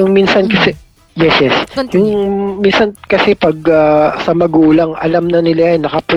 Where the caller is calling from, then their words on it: Meycauayan, Central Luzon, Philippines; at I'm from Mekawayan, Bulacan.